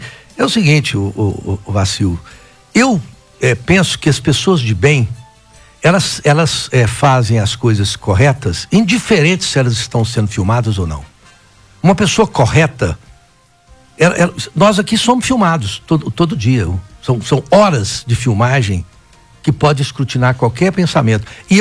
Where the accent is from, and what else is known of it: Brazil